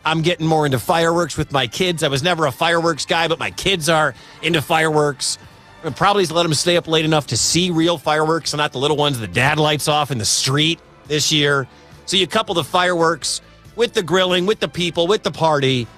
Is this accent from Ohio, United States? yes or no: no; Detroit, Michigan, United States; I'm from Detroit. Coney dogs are big in Detroit.